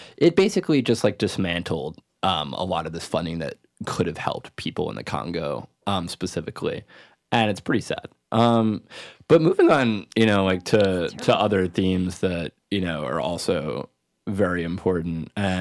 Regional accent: Ithaca, New York, United States; coming from Ithaca personally

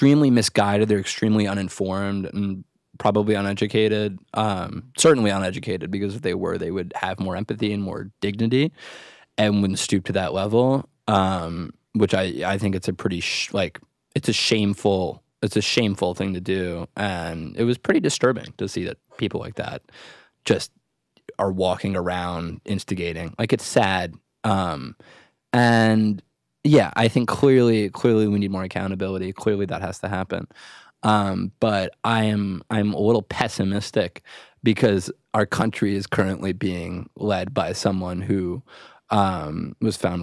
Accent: Ithaca, New York, United States; As someone who's actually from Ithaca, I think I also maybe can speak to this a little bit more. I grew up in Ithaca. I was born and raised there.

